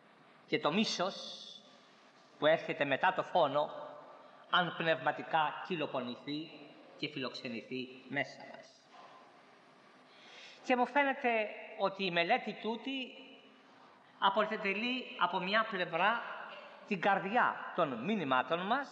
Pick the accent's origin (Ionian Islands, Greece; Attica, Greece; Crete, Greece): Ionian Islands, Greece; Corfu; ήμουν στο νησί μου στην Κέρκυρα